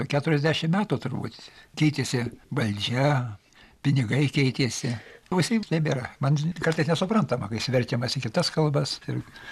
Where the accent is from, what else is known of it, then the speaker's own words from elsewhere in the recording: Samogitia, Lithuania; Kadangi aš esu žemaitis, vėl toks pasakymas, žemaitis kukutis raudonas nukutis.